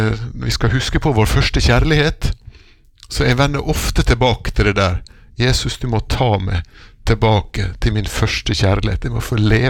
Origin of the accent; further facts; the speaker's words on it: Ålesund, Møre og Romsdal, Norway; also born or lived in Godøya; now in Spjelkavik, Norway; jeg jo en oppvokst steinvoksgutt opprinnelig, men jeg har bodd mye på Godøya, og ble frelst som ungdom på Godøya, men ble med I pinsbevegelsen, for der gikk mor mi. Jeg ble frelst på Godøya som 17-åring I 81